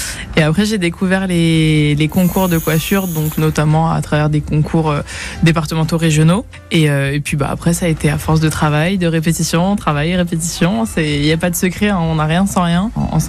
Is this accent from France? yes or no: yes; Orléans, Centre-Val de Loire, France; Moi, pour ma part, je suis d'Orléans, la base, rien à voir.